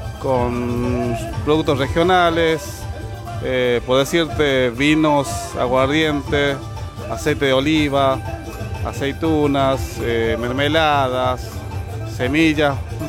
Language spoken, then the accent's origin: Spanish; Santa María, Catamarca, Argentina; Yo soy de Santa María, departamento Santa María, provincia de Catamarca